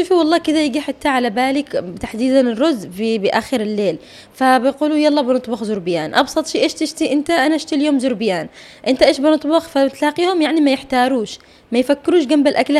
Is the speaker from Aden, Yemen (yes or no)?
yes; Aden, Yemen; accent: Adeni